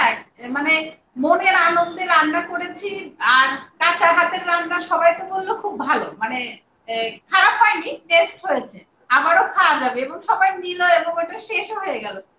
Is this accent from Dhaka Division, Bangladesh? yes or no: no; Kushtia, Khulna Division, Bangladesh; ও আমি তো কুষ্টিয়ার মেয়ে, কুষ্টিয়ায় পড়ালেখা বড় হওয়া